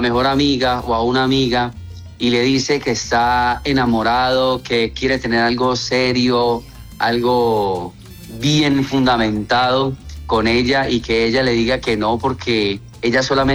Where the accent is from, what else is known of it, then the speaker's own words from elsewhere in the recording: Medellín, Antioquia, Colombia; born there; Yo soy de aquí, de Medellín. Yo nací en Medellín.